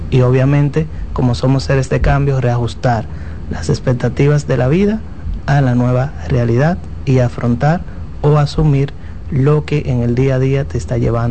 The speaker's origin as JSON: {"language": "Spanish", "country": "Dominican Republic", "said": "nosotros como dominicanos"}